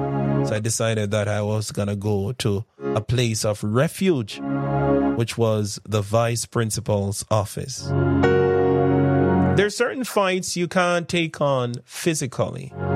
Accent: Jamaica

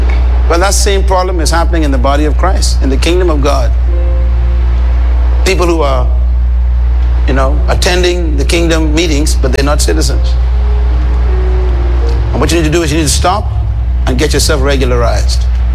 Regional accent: Bahamas; In England, when I landed, nobody knew I was from the Bahamas.

